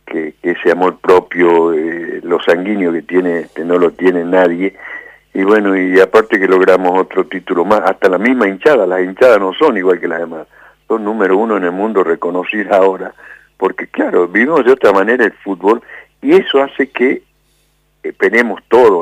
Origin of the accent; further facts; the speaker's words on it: Argentina; Yo creo que tiene que ver con lo pasionario que somos nosotros, los argentinos, en todo, pero en todo